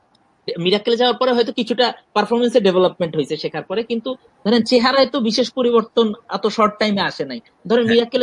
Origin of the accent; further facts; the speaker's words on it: Dhaka, Dhaka Division, Bangladesh; আমি আসলে ঢাকাতেই বড় হয়েছি, এবং আমার আমার জীবন যাপন, আমার চিন্তা ভাবনা, আমার কথাবার্তা, আমার জোক, আমার লেখালেখি সব জায়গায় আসলে ঢাকাটাই বেশি।